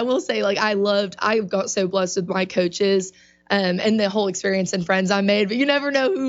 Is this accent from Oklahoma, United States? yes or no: yes; Oklahoma, United States; moved away as an adult; now in Nashville, United States; So I'm an Okie. I'm from Oklahoma originally, you know, came out here, went to Belmont